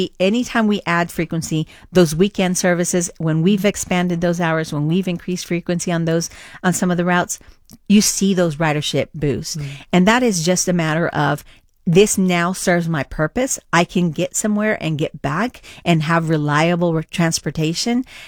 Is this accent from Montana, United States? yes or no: no; Dallas, Texas, United States; moved away as an adult; also born or lived in Washington; now in Columbus, United States; I am originally from Dallas, Texas